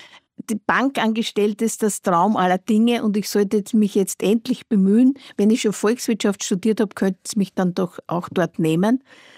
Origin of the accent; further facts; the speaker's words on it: Vienna, Austria; ich bin ja im alten Floridsdorf aufgewachsen. Ich bin ganz, ganz in der Nähe vom Spitz aufgewachsen, in einem Altbauhaus.